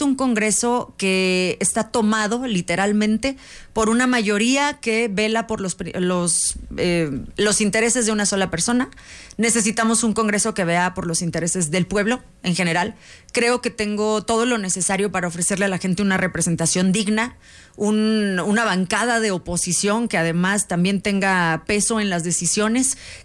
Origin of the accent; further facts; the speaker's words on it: Saltillo, Coahuila, Mexico; A mí la sierra me vio crecer. Yo nací en Lomas de Lourdes, ahí crecí, ahí viví hasta que me independicé.